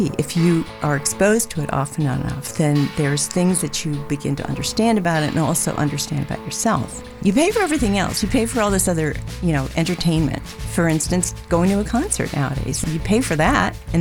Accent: New York City, New York, United States; now in Gibsonia, United States; I'm from Gibsonia. I grew up as a kid in New York City and going to all these different art museums

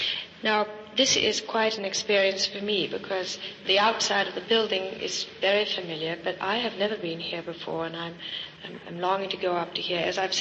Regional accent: United Kingdom; being British

